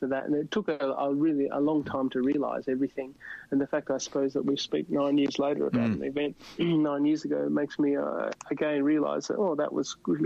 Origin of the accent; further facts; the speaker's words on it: Australia; moved away as an adult; I'm always Australian, but I've been on the other side of the world